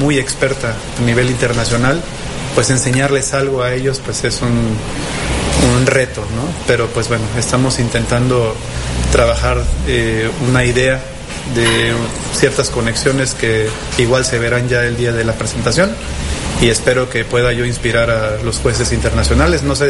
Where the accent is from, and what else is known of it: Veracruz, Mexico; born or raised there